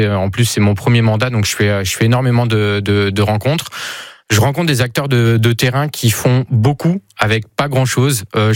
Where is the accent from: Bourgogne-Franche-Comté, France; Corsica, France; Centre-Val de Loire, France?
Centre-Val de Loire, France; Châlette-sur-Loing; now in Tours, France; je suis originaire de Chalette-sur-Loing, une petite ville à